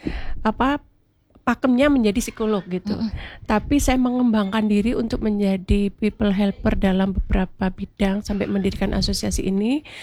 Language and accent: Indonesian; Surabaya, East Java, Indonesia; Arek Surabaya asli.